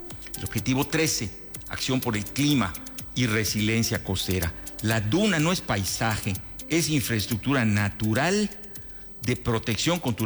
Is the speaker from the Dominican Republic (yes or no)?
no; Mexico; soy mexicano, mi país firmó